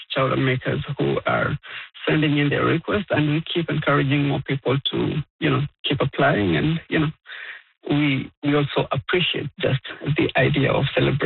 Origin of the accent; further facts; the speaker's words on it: Kenya; moved away as an adult; now in Cape Breton, Canada; I'm from Kenya.